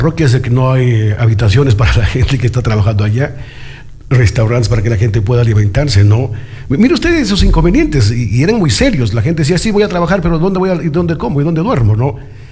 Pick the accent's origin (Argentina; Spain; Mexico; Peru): Peru; Chuquibamba, Arequipa; Bueno, a nosotros tampoco, y soy de Chuquibamba, ingeniera, a nosotros tampoco nos indicaron, ¿no?